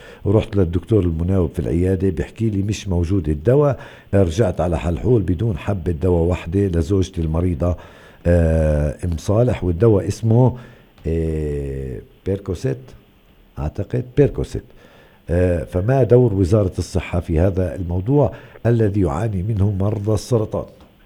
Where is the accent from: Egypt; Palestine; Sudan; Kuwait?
Palestine; West Bank; في واحدة من أسواق الخضار عندنا بالضفة الغربية